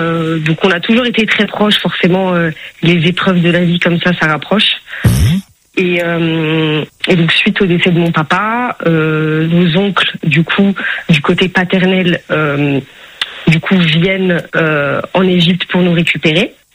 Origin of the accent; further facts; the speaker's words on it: France; c'est d'avoir d'être né en France. On a grandi en France, on avait les papiers français.